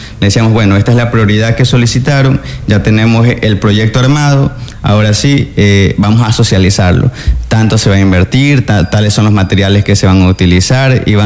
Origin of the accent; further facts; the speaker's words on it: Santa Elena, Ecuador; also born or lived in La Libertad; Bueno, soy un santelenense, nací en Libertad en realidad, pero toda mi vida he vivido en Santa Elena, en el barrio Marqués de la Plata. Hoy, actualmente, ya tengo mi propia vivienda, vivo en el barrio Carlos Rubio Infante, también en Santa Elena.